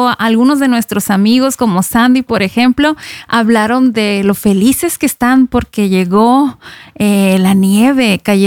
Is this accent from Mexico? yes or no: yes; Ensenada, Baja California, Mexico; moved away as an adult; now in Norway; yo soy ensenadense, y aunque es muy seco el clima, Ensenada es mucho más frío que La Paz. Entonces, bueno, allá de donde yo soy, nada más llueve tantito